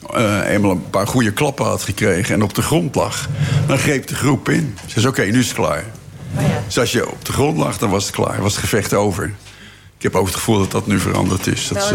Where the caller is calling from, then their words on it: Rotterdam, South Holland, Netherlands; Ik kom uit Rotterdam.